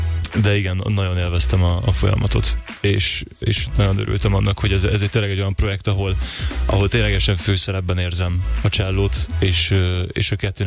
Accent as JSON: {"language": "Hungarian", "country": "Hungary", "tie": "born or raised there", "also_born_or_lived": "England", "said": "Természetesen, ugye Angliában születtem, édesapám angol, és édesanyám pedig magyar. És a szüleim elválásukor 4 éves koromba jöttem az a édesanyámmal és testvéremmel, és itt nevelkedtünk föl."}